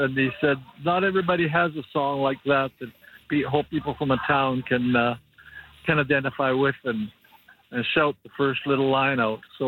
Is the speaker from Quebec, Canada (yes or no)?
no; Pender Harbour, British Columbia, Canada; born there; I'm a coastal boy. I was born in Tender Harbor up the Sunshine Coast. My dad was a logger, then a fisherman.